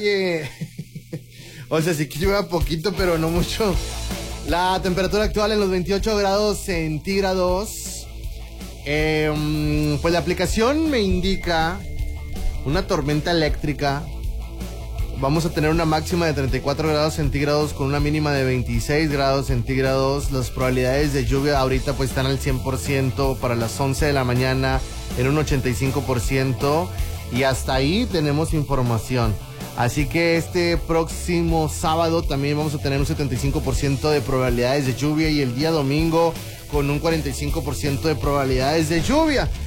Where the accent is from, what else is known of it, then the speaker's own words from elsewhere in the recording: Mexico; Como buen mexicano, el taco se respeta.